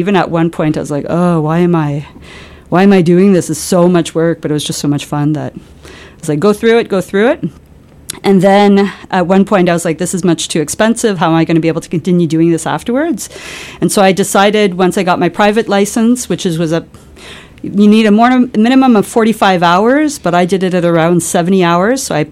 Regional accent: Saguenay, Quebec, Canada; I come from Saguenay, Quebec, where the Bagotville Air Force is.

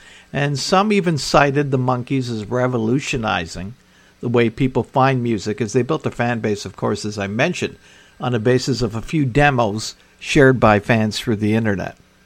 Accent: Welland, Ontario, Canada; I grew up in Welland. In Welland in the late 70s? I'm not ripping, man. It's just a fact. Was a bleak steel town.

